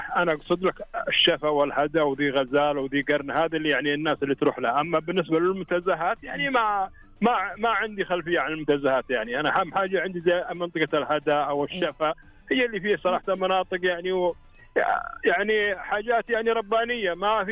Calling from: Al-Qassim, Saudi Arabia; أنا أكلمك حاليا من القصيم

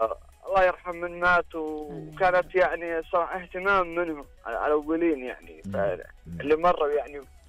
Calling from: Al-Qassim, Saudi Arabia; accent: Qassimi; أنا من أهل القصيم

